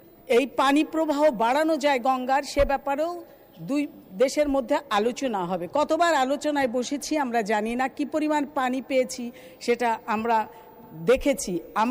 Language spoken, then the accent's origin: Bangla; Bangladesh; আমি বাংলাদেশি হিসেবে বাংলাদেশের নাগরিক হিসেবে